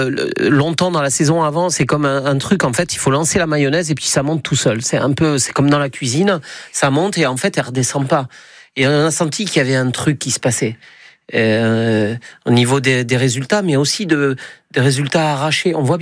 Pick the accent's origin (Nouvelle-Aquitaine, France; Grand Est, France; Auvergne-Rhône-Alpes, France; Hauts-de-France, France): Nouvelle-Aquitaine, France; Orthez; born there; Moi, je suis né à Orthès.